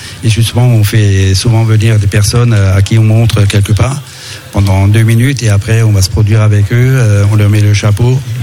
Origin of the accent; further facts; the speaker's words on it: Gries, Grand Est, France; nous sommes originaires de Grise.